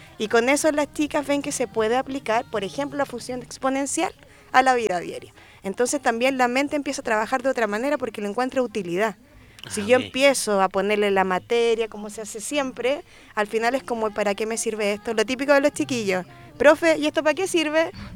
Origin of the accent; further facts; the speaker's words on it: Iquique, Tarapacá, Chile; yo soy de Iquique, originaria de Iquique, tierra de campeones, por supuesto.